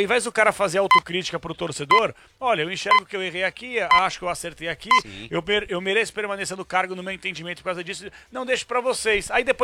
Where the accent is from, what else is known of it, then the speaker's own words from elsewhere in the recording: Brazil; A gente é brasileira tudo, concorda comigo ou não?